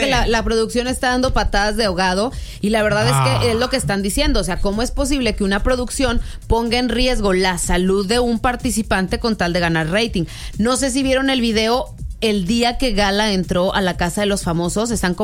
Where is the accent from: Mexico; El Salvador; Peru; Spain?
Mexico; Comarca Lagunera